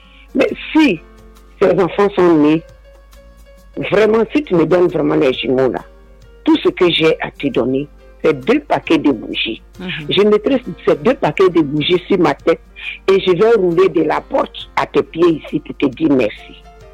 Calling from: Abidjan, Côte d’Ivoire; Je vous appelle de Niangon

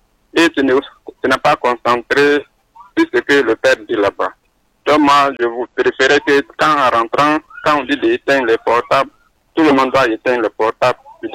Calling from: Bondoukou, Zanzan, Côte d’Ivoire

